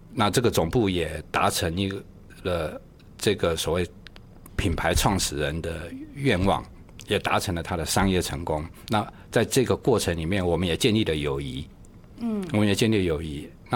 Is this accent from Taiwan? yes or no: yes; Taiwan; moved away as an adult; now in Mainland China; 因为我是台湾人嘛